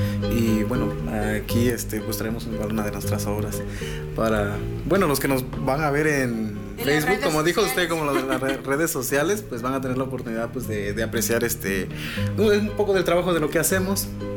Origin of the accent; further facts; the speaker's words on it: Santa Ana Tlacotenco, Puebla, Mexico; soy originario de Santana Tlöxtoc y pues tengo 26 años.